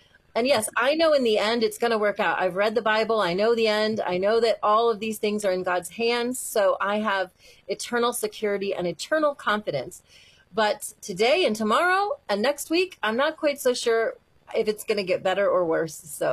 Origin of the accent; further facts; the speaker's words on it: United States; now in Israel; And I couldn't be more grateful to have been born and raised in America.